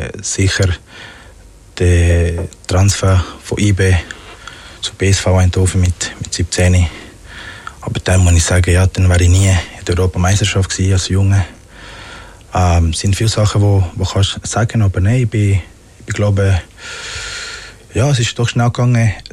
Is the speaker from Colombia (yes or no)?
yes; Magdalena, Colombia; now in Switzerland; Ich bin auch ganz am Strand mit meinen Grosseltern aufgewachsen. In Parque Tayrona heisst es.